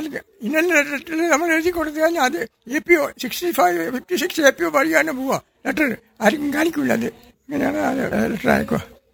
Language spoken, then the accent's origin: Malayalam; Chittariparamba, Kerala, India; also born or lived in Panoor; എൻ്റെ സ്വദേശം ചിറ്റാരിപ്പറമ്പ് ചെള്ളത്തവാലി.